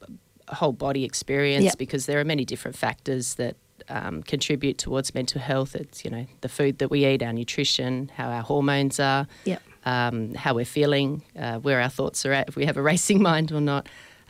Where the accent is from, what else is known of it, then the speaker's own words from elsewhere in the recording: Australia; moved away as an adult; also born or lived in Amsterdam; now in Margaret River, Australia; So, I moved back to Australia. I was raised in Australia and spent some years in Europe. But yeah, been here 19 years